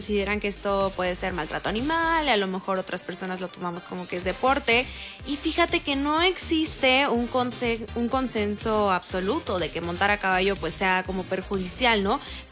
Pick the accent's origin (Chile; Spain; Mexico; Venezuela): Mexico; qué combinaciones tan raras de verdad que nosotros tenemos como mexicanos